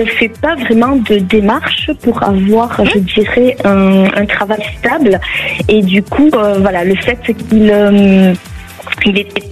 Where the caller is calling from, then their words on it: Landes, Nouvelle-Aquitaine, France; je vous appelle des Landes.